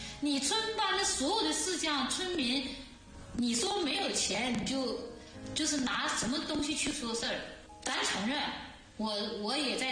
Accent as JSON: {"language": "Chinese", "country": "China", "tie": "born or raised there", "said": "因为我是这出生这儿长在这儿的"}